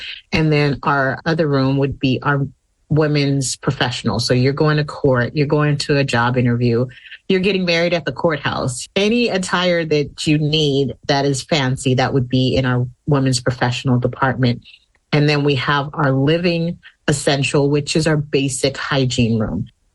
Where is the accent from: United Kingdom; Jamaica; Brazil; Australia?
Jamaica; now in San Diego, United States; I am originally from Jamaica, growing up on a beautiful island with humble beginnings.